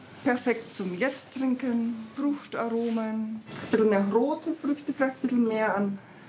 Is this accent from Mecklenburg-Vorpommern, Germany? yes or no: no; Bavaria, Germany; now in France; Ich komme aus dem Bayerischen Wald, Niederbayern.